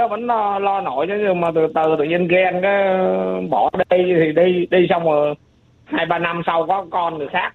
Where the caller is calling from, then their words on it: Ho Chi Minh City, Vietnam; mình cũng người Sài Gòn rồi.